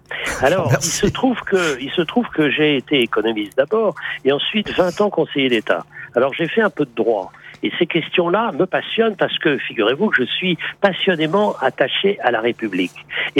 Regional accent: Paris, Île-de-France, France; et moi je suis parisien, c'est le parisien qui vous le dit

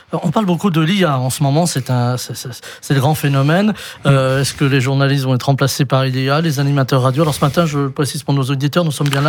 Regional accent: Brittany, France; chez nous en Bretagne.

